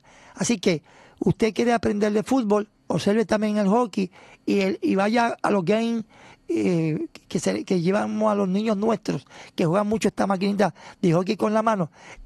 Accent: Puerto Rico; nuestra parcialidad y subjetividad como puertorriqueños

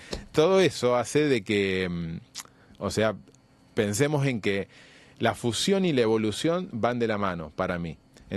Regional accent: Argentina; now in Puerto Rico; soy cocolo argentino acá en Puerto Rico

